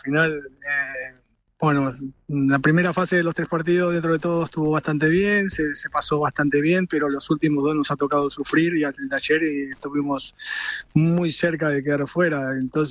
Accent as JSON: {"language": "Spanish", "country": "Argentina", "said": "la verdad, como argentinos a nosotros nos ilusiona muchísimo"}